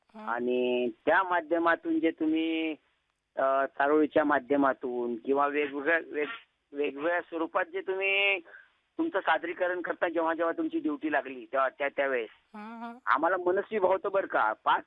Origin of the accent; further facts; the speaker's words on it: Khanapur Chitta, Maharashtra, India; born there; मराठवाडा विभाग, मराठवाडा विभागामध्ये हिंगोली जिल्हा, हिंगोली जिल्ह्यात खानापूर चित्ता माझे गाव